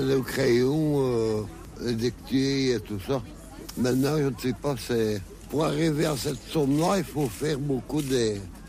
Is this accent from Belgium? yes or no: yes; Floreffe, Wallonia, Belgium; Et je suis né à Floreffe. Donc, je suis à vue de Floreffe.